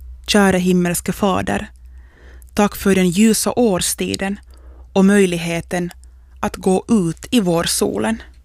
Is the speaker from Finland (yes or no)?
yes; Träskända, Uusimaa, Finland; från Träskända och du lyssnar till Andrum i Ylevega.